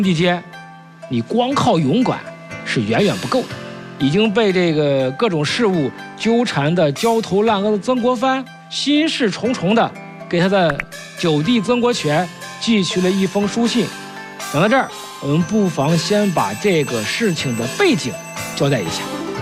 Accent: China; 当前我们中国人同样面临着世界百年未有之大变局

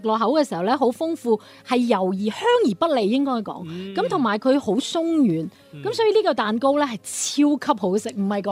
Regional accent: Guangdong, China; accent: Guangzhou Cantonese; 其實翻譯成咧，我哋廣州話就叫做乾撈麵

